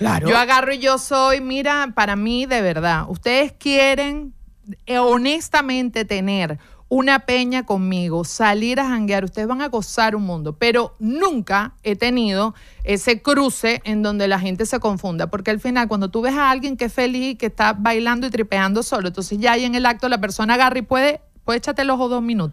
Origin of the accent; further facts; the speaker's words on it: Caracas, Capital District, Venezuela; yo soy de Caracas, pero mi familia paterna es de Maracaibo.